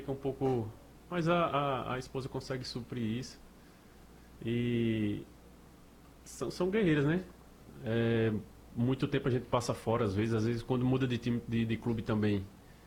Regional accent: Maceió, Alagoas, Brazil; now in Recife, Brazil; Eu como sou de Maceió

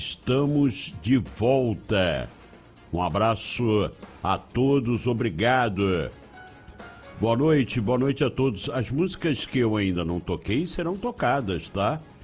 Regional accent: Rio de Janeiro, Brazil; moved away; Eu só não sou carioca, eu sou fluminense, tá? Porque carioca é quem nasce no Rio de Janeiro.

